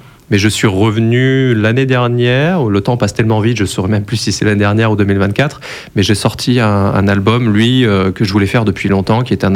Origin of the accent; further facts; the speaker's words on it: Nouvelle-Aquitaine, France; also born or lived in Lille, Hauts-de-France; Alors, moi, je viens de la région lilloise à la base. Et puis après, je me suis retrouvé par les aléas de la vie assez jeune en Périgord.